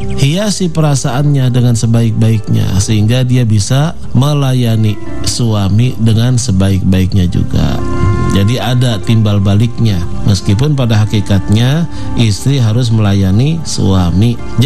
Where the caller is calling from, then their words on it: Lampung, Indonesia; Saya dari Lampung, pendengar setia sejuk di hati.